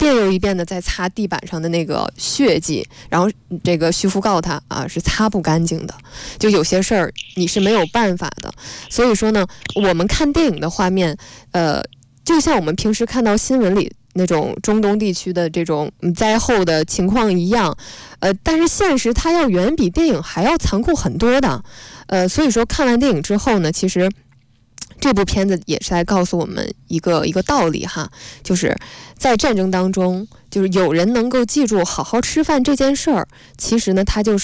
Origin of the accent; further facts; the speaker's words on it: Qiqihar, Heilongjiang, China; moved away; 因为沈腾是齐齐哈尔人嘛，然后我也是齐齐哈尔人。